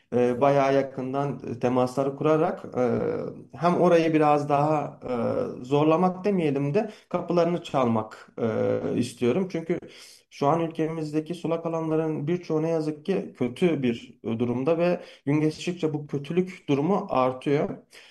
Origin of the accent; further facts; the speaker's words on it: Kurtalan, Siirt Province, Turkey; moved away; also born or lived in Gaziantep; Siirt'in Kurtalan ilçesinde büyüdüm. Ben babam saat tamircisi, biz Gaziantepliyiz normalde. Orası da bizim ikinci memleketimiz oldu.